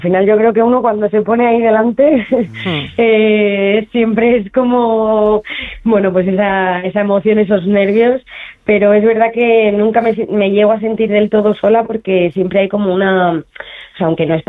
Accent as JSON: {"language": "Spanish", "town": "Mutxamel", "region": "Valencian Community", "country": "Spain", "said": "soy de Alicante, de un pueblo de Alicante, de Muchamel"}